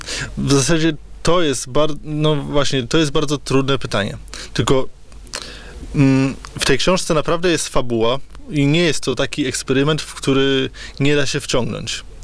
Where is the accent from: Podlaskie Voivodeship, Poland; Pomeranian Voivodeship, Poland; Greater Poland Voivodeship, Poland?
Pomeranian Voivodeship, Poland